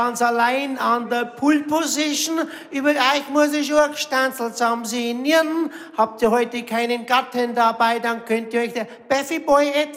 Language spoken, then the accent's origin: German; Bavaria, Germany; accent: Upper Palatinate; Und jetzt sage ich es auf Oberpfälzisch, weil ich bin ein Oberpfälzer.